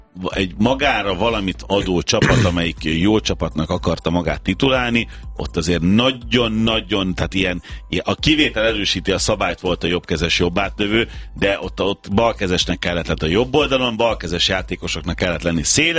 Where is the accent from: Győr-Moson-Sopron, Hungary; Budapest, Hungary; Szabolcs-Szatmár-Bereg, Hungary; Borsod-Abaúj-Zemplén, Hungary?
Borsod-Abaúj-Zemplén, Hungary; Ózd; akkor én Ózdiként mekkora rajongója szerintem?